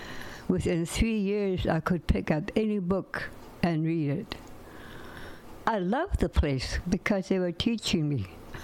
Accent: Fort Rupert, British Columbia, Canada; I was born and raised in Tsaki in Fort Rupert.

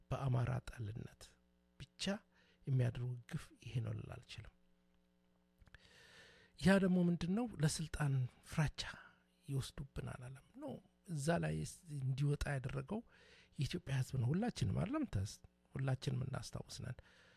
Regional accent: Dire Dawa, Ethiopia; also born or lived in Addis Ababa / Jimma / Harar; የፈለገውን በኢትዮጵያ ውስጥ እኔ ድሬዳዋ ተወልጄ ነው ያደኩት። ወደ አዲስ አበባ መጣለሁ፣ ወደ ጅማ ሄዳለሁ፣ ድሬዳዋ፣ ሐረር ከሁሉ ብሔረሰብ ጋር ነው።

